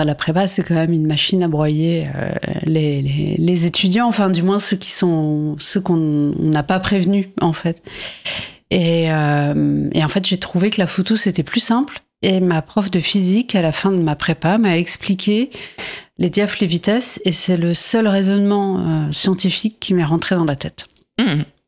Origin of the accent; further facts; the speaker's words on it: France; born there; Je suis née en France, ouais.